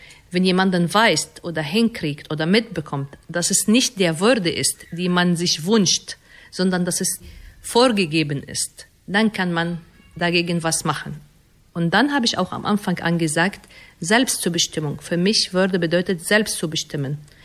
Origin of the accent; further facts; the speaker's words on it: Egypt; German is a second language; now in Germany; ich komme aus Ägypten